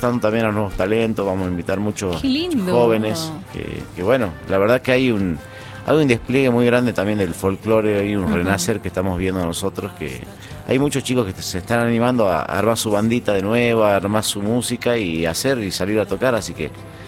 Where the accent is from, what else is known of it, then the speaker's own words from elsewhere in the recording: northern Argentina, Argentina; Nosotros del norte